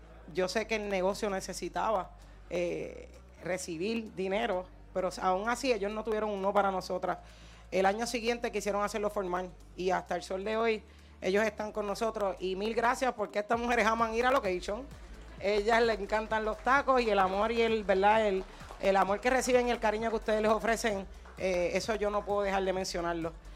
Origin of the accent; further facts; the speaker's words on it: Carolina, Puerto Rico; el barrio donde yo me crié, en donde yo nací, en el cual viví hasta hace 3 años atrás. Es el barrio Sabana Bajo, en Carolina.